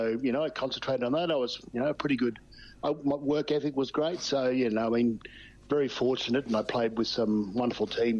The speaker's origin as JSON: {"language": "English", "region": "Queensland", "country": "Australia", "said": "I guess, pleased that, you know, I'm Australian South Sea Islander."}